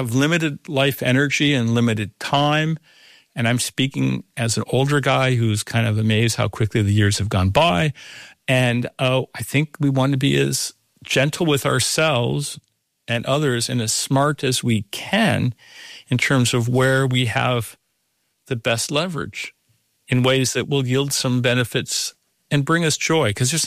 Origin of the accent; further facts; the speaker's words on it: United States; now in Abu Dhabi, United Arab Emirates; I'm living in Abu Dhabi, but I'm still feeling the pain of recent decisions to go to war, of course, but feeling the larger pain as an American